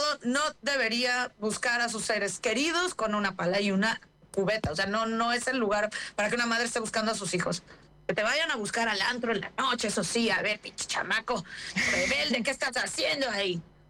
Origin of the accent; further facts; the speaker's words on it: Mexico; nosotras hablamos de México como mexicanas.